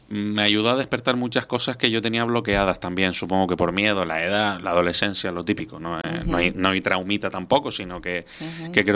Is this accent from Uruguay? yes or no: no; Telde, Canary Islands, Spain; en Telde, de donde soy